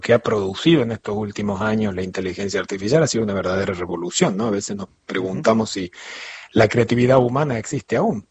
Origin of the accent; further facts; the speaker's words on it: Argentina; algo que lo digo yo como argentino